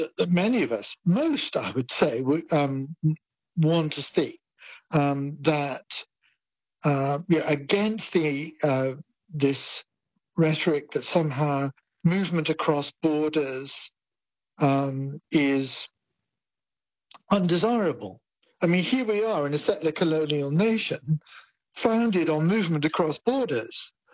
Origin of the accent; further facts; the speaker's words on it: United Kingdom; and I come from Britain, my nation state is the United Kingdom